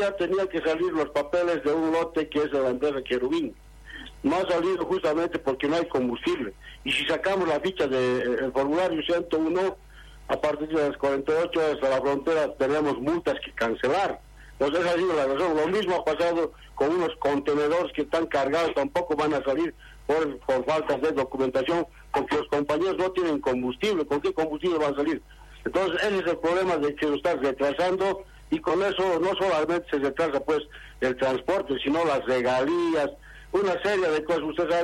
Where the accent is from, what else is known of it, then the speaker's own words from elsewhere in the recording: Bolivia; nosotros como transportistas bolivianos